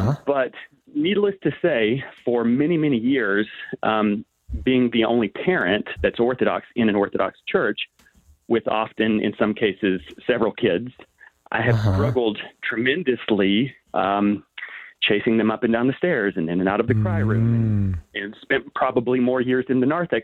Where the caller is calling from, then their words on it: Duluth, Minnesota, United States; I am calling from not-so-sunny Duluth, Minnesota.